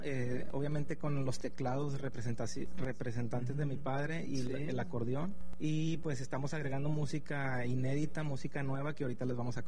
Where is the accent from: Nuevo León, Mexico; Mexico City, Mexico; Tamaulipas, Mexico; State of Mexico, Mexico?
Nuevo León, Mexico; Monterrey; now in United States; Soy pues totalmente regio, pero sí. Radico en los Estados Unidos, pero aquí soy totalmente regio.